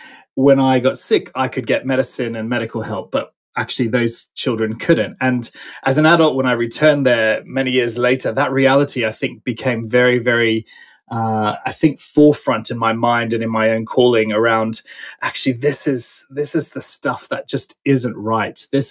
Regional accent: Philippines; because I grew up in the Philippines. My parents were Salvation Army ministers, and they were serving there, and so I lived in the Philippines with them.

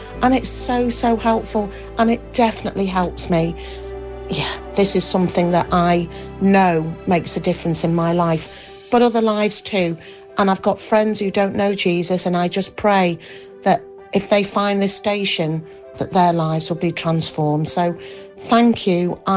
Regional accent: Leeds, Yorkshire and the Humber, United Kingdom; from Leeds.

